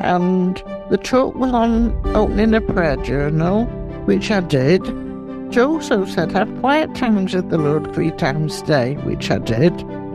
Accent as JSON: {"language": "English", "town": "Doncaster", "region": "Yorkshire and the Humber", "country": "United Kingdom", "said": "from Doncaster."}